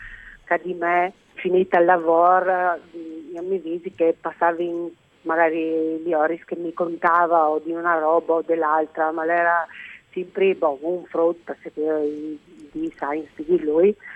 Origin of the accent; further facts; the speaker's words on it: Latisana, Friuli-Venezia Giulia, Italy; accent: Veneto; Io sono nata alla Tisana, hai fatto metà della mia vita alla Tisana, quindi ho un accento più veneto.